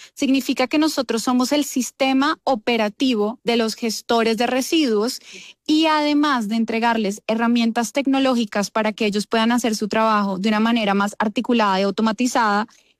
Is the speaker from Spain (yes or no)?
no; Bogotá, Colombia; yo nací en Bogotá, he vivido acá todo el tiempo